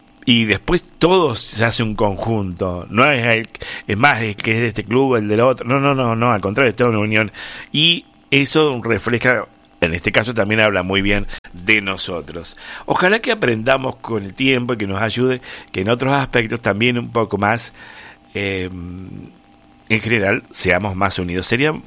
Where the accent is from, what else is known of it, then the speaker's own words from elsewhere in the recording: Argentina; Ya se sabe que somos argentinos, desde luego, y estamos súper felices